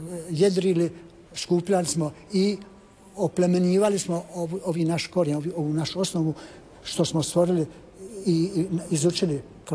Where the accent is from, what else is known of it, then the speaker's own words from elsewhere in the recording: Croatia; now in Toronto, Canada; imali smo te godišnje izložbe nas Hrvata